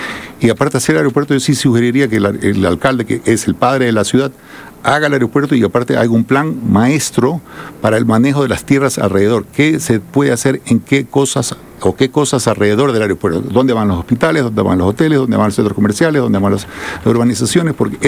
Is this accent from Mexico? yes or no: no; Cuenca, Azuay, Ecuador; also born or lived in Guayaquil; soy cuencano también, soy mitad cuencano, mitad guayaquileño. Entonces, me quiero a las dos ciudades